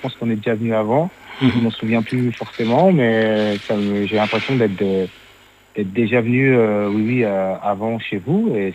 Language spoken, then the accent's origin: French; Lille, Hauts-de-France, France; on vient de Lille, donc tu sais, Lille, c'est un carrefour, hein. On est à 30 minutes de Bruxelles, 45 minutes de Paris, on n'est pas loin de l'Angleterre